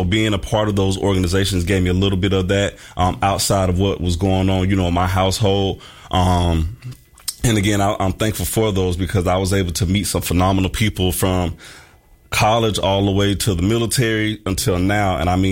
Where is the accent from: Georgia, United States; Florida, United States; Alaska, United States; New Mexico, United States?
Florida, United States; Jacksonville; I won't say she actively sees, because I'm from Jacksonville, Florida.